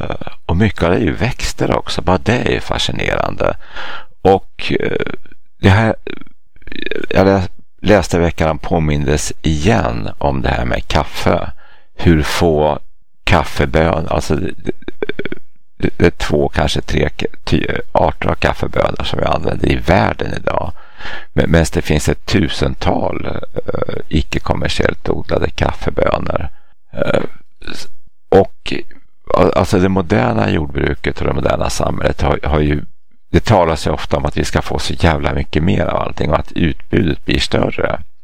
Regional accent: Eskilstuna, Södermanland, Sweden; accent: Eskilstuna dialect; Då talar jag alltså en extremt genuin gnällig eskilstunesiska medeläspning också.

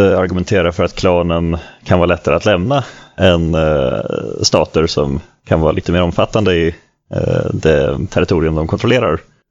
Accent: Sweden; som liten svensk här

